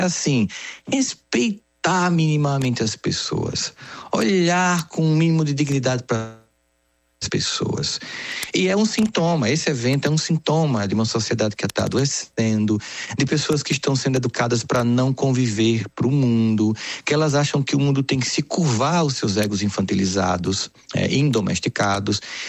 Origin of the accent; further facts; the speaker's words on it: Brazil; Nossa, enquanto brasileiro, para você que recentemente foi atropelada nas ruas de São Paulo, sabe do que eu tô falando?